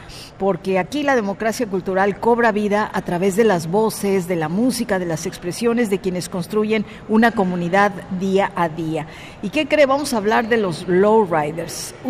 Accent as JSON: {"language": "Spanish", "town": "San Francisco", "region": "California", "country": "United States", "said": "vengo de San Francisco, California, del barrio de La Misión, donde los lowriders hacen presencia cada que tenemos algún festival"}